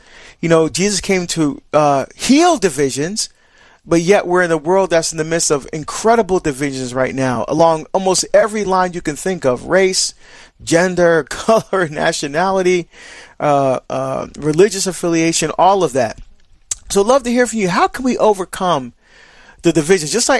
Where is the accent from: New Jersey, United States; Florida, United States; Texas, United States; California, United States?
New Jersey, United States; see, I grew up in the Archdiocese of Newark, back in my home state of New Jersey.